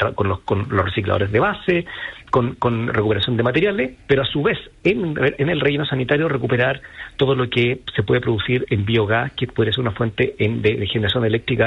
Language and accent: Spanish; Iquique, Tarapacá, Chile; Lo del desierto es simplemente porque se inició en la zona norte con el recorte de inventario, y así nació, pues yo soy de Iquique, digamos